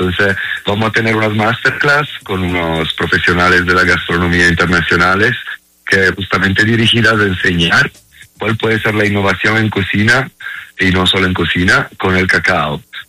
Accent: Italy; Spanish is a second language; yo llego del mundo de la gastronomía, obviamente, pues por el acento, ¿no? Soy italiano

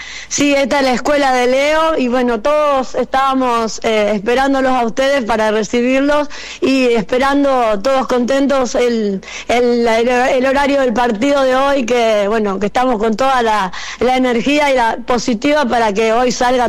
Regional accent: Pujato, Santa Fe, Argentina; que somos de Pujato y estamos orgullosos de él

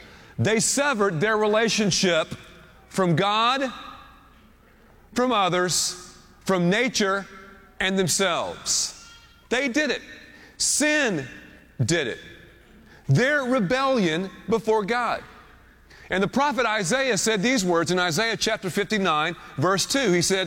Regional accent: Texas, United States; And we said, no, we're from Texas.

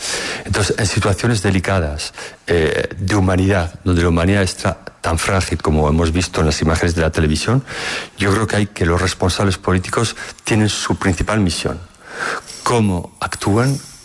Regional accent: Navarre, Spain; moved away as an adult; now in Corsica, France; Yo soy nacido aquí y yo vivo en Francia.

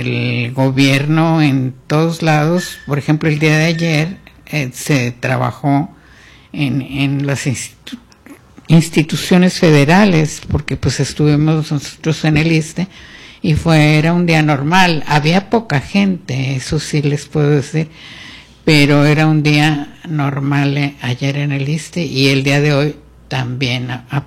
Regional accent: Mexico; nosotros somos mexicanos

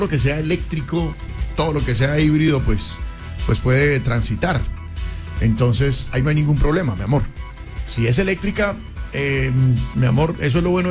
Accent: Colombia; como buenos colombianos y como ciudadanos.

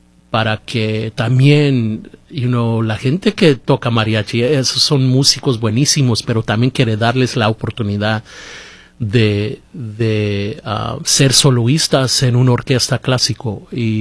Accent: Yakima Valley, Washington, United States; vengo de la Valle de Yakima.

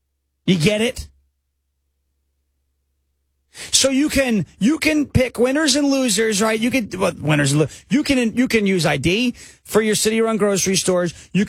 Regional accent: New York, United States; Jim's from New York. I'm from New York. This is something that's very common.

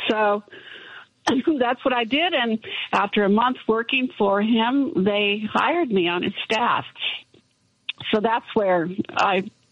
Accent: California, United States; why I was working for him when I came from California

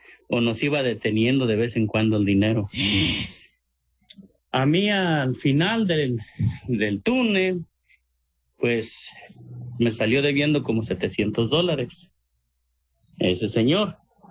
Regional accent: Doctor Mora, Guanajuato, Mexico; now in Tucson, United States; De Doctor Mora, aquí a Tucson.

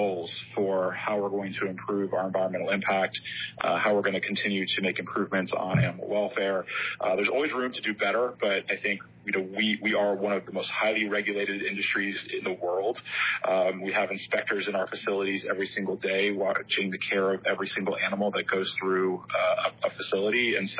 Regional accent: the South, United States; I'm from the South, and so I've always loved a good chili dog.

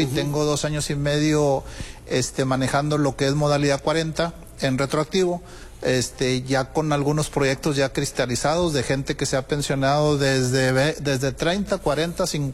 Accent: Sabinas, Coahuila, Mexico; No, señor, yo vengo desde Sabinas, Coahuila. Uh-huh. Ahí hemos manejado algo de la operación en la cuenca carbonífera.

